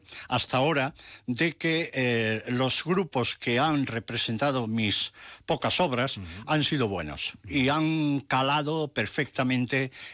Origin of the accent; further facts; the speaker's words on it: Cástaras, Andalusia, Spain; mi pueblo era Cástaras, es Cástaras